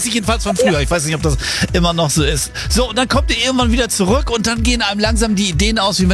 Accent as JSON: {"language": "German", "town": "Bosau", "region": "Schleswig-Holstein", "country": "Germany", "tie": "born or raised there", "said": "Ich kenne die Ecke ja gut. Ich bin ja in Bosau quasi aufgewachsen. Das ist ja alles Plöner See."}